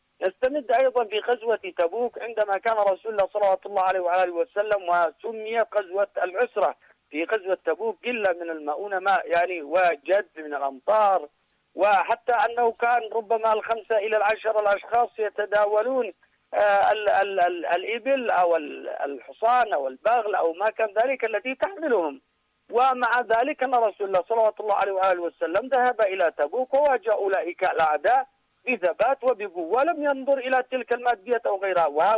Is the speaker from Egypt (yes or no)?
no; Yemen; ونحن كشعب يمني